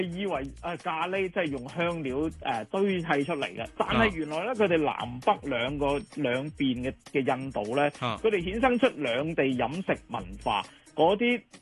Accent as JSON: {"language": "Cantonese", "country": "Hong Kong"}